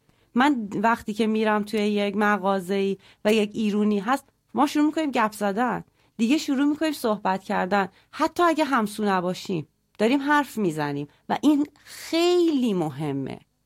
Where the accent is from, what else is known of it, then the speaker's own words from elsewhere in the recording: Iran; moved away; منم همه عمرمو در جمهوری اسلامی بزرگ شدم